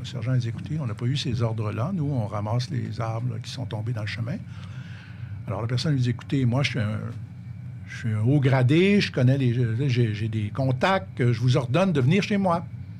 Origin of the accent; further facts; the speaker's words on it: Quebec, Canada; Nous, chez nous, au Québec